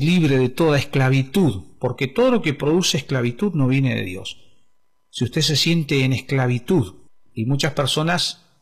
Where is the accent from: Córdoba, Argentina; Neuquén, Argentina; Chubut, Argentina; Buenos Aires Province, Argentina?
Neuquén, Argentina; also born or lived in Zapala; Y nosotros vivimos aquí desde hace mucho tiempo. En realidad yo soy nacido en Zapala, un pueblito del centro de la provincia de Neuquén. Y aquí estoy, desde Neuquén capital, donde he vivido casi toda mi vida